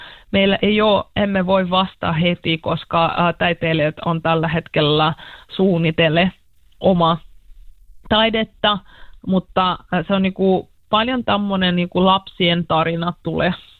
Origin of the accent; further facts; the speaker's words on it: Kouvola, Kymenlaakso, Finland; Finnish is a second language; me itse, minä ja mies, me tulemme paikalle tekemään oma taidetta ja me olemme Kouvolasta.